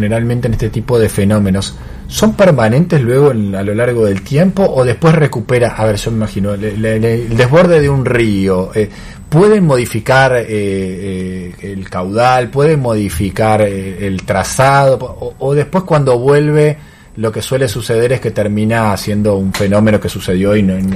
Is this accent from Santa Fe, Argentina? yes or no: yes; Tostado, Santa Fe, Argentina; moved away; Yo vivía en mi pueblo, en Tostado